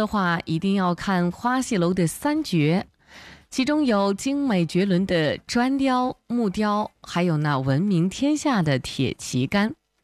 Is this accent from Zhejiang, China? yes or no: no; Bozhou, Anhui, China; 咱们亳州的美。那今天我们就带着大家重温我们家乡的几处宝藏风景。